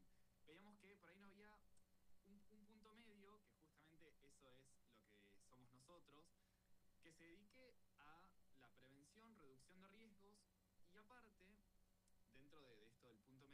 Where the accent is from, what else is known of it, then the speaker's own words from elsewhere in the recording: Fernández Oro, Río Negro, Argentina; somos todos de la zona, casi todos los integrantes somos de Fernández Oro